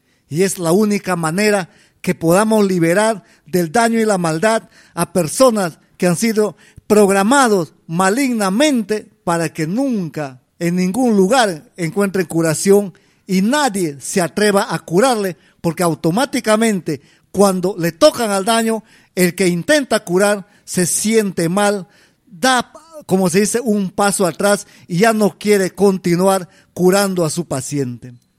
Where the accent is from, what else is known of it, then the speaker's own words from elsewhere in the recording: Chasuta, San Martín, Peru; la selva, la provincia, mi tierra, mi pueblo, su tierra de la vieja Antuca, el bajo Huallaga, allí en Chasuta